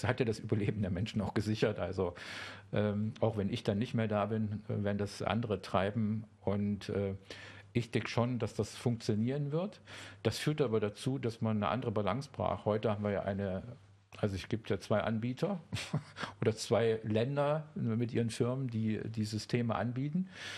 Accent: Saxony, Germany; also born or lived in Halle; Nein, nein, ich bin zurück in meine Heimat Dresden, also in die Nähe Dresden gegangen, und dann ging es nach Sachsen-Anhalt.

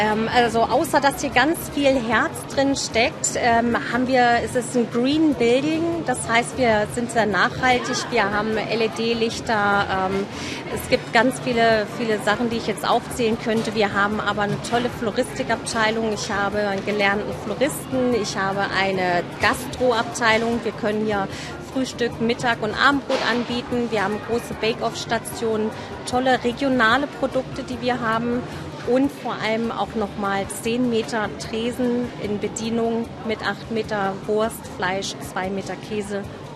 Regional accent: Augsburg, Bavaria, Germany; born there; Wie gesagt, bin gebürtige Augsburgerin, also ein bayerisches Mahnl aus der Puppenkiste entstanden.

